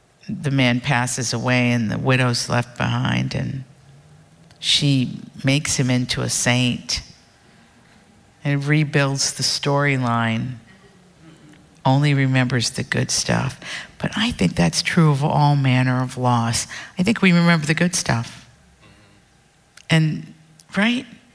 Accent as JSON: {"language": "English", "region": "Appalachia", "country": "United States", "said": "Yeah, I'm an Appalachian."}